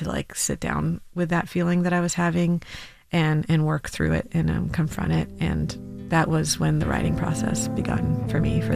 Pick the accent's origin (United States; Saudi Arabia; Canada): Saudi Arabia; Well, I was raised in Saudi Arabia. Bedouin culture was very prevalent in my upbringing.